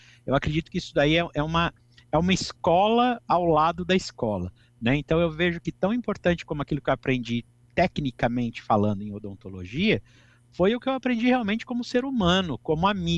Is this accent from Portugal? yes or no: no; Bauru, São Paulo, Brazil; moved away as an adult; also born or lived in Araraquara; eu sou uma pessoa do interior. Eu sou nascido e criado em Bauru e me mudei para Araraquara para cursar a faculdade.